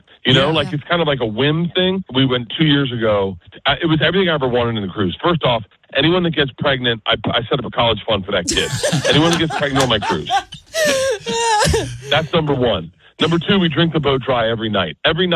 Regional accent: Florida, United States; I grew up in Florida. I think cruising is different for people in Florida.

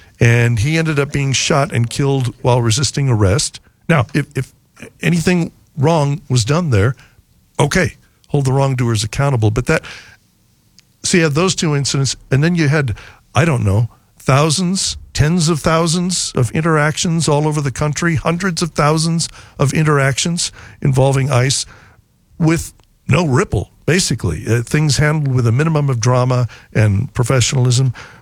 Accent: Nebraska, United States; growing up in the Cathedral area

